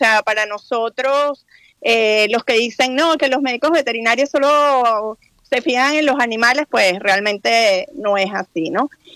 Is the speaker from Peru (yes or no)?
no; Venezuela; como venezolanos que somos